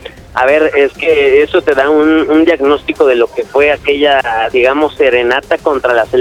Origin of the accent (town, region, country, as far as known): Mexico